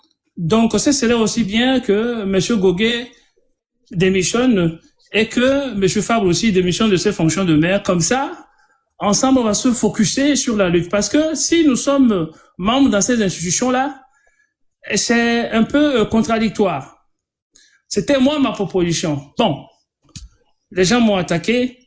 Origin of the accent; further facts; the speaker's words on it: Togo; C'est une démocratie apaisé par rapport à ce que nous avons chez nous au Togo. Chez nous, ce n'est pas une démocratie.